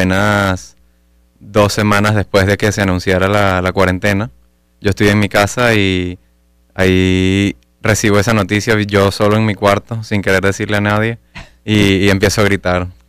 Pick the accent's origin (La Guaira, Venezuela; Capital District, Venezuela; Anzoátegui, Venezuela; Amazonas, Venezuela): Capital District, Venezuela; Caracas; Yo nací y crecí aquí en Caracas